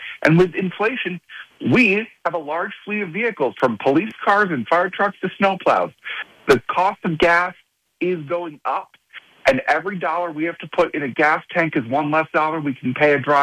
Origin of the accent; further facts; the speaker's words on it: United States; One of the great blessings of being an American